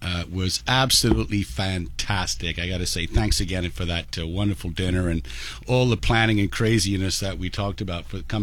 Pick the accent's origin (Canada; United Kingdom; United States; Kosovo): United Kingdom; England; Well, I don't know about an accent, but a U.K., you know, originally from England, obviously, and then c